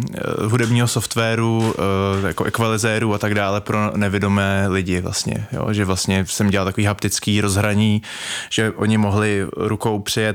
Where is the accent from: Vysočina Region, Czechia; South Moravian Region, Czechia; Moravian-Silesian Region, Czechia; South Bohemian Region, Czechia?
South Bohemian Region, Czechia; Kožlí; also born or lived in Písek; Já jsem z Kožlí u Orlíka, malý vesničky, asi 40 obyvatel, ale taky jsem jakoby vlastně městský člověk, hodně jsme jezdili do Prahy, do Písku jsem pak chodil na gymnázium, takže byl jsem jako blízko navázaný na město